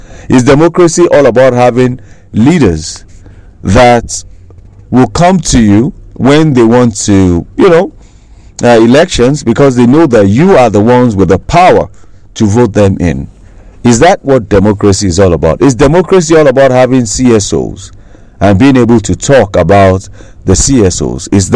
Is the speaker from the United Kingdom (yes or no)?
no; Nigeria; as a Nigerian who has stayed outside Nigeria or even within Nigeria